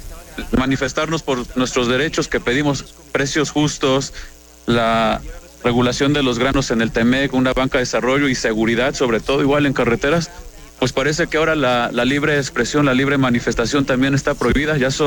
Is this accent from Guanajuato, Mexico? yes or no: no; Tlaxcala, Mexico; Somos campesinos, agricultores y transportistas, venimos del estado de Tlaxcala